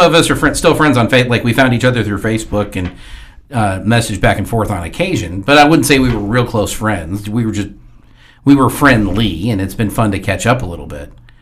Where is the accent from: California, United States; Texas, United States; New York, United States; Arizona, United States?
Texas, United States; Houston; Growing up in Houston, I'm not as anti-Astro, probably because of that.